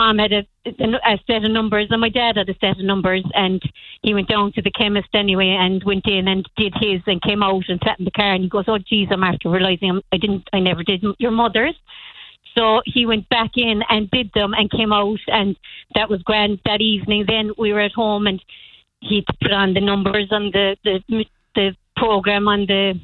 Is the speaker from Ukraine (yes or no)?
no; Waterville, Munster, Ireland; No, I'm originally from Waterville in County Kerry.